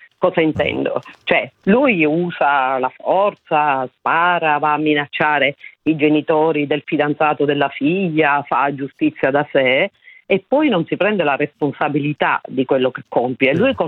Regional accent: Catania, Sicily, Italy; now in Turin, Italy; Io in realtà sono di Catania, però mi trovo a vivere in questo momento.

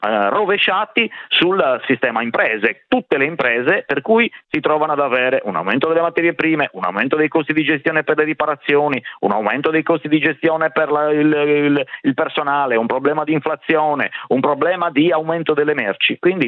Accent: Sardinia, Italy; da sardo e da rappresentante di imprese sarde

